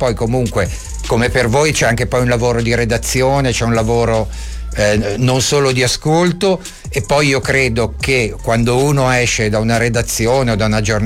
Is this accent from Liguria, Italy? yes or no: yes; Genoa, Liguria, Italy; born there; now in Milan, Italy; io sono originario di Genova come nascita